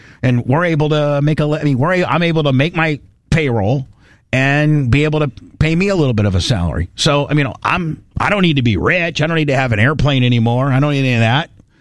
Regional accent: Indiana, United States; There's a lot of famous people from Indiana, but probably one of the most famous people ever from where I grew up is Larr

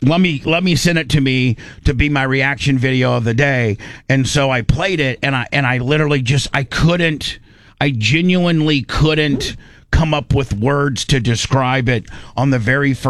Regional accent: Indiana, United States; Here's the thing: I don't give up. I'm white trash from Indiana who doesn't give up.

